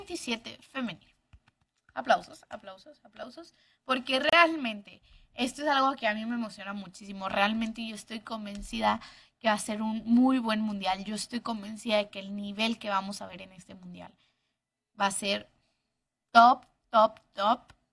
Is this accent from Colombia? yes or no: no; Mexico